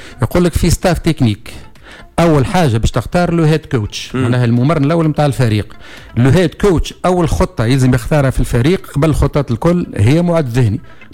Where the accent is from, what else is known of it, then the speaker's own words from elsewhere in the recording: Béja, Tunisia; نحب نعاونوا باجا خاطر ايكيب من من من حومتنا ومن جهتنا